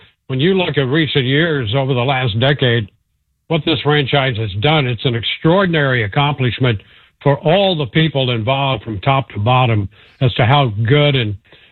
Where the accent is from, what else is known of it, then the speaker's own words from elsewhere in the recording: Midwest, United States; I go all the way back to the 60s. You know, I grew up in the Midwest.